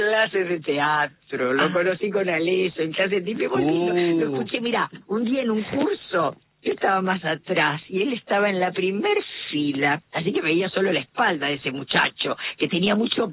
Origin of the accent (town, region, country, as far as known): Buenos Aires, Argentina; born or raised there